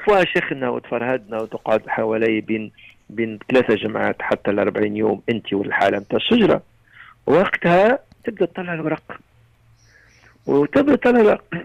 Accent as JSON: {"language": "Arabic", "country": "Tunisia", "said": "بلدي تونس"}